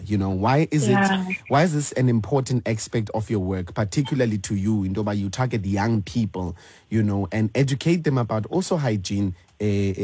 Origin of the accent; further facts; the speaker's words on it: Matatiele, Eastern Cape, South Africa; moved away; I come from Matatiela.